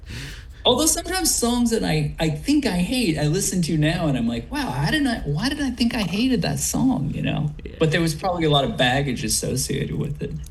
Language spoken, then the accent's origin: English; Huntington, New York, United States; Dave and Dan and I grew up in Huntington, Long Island.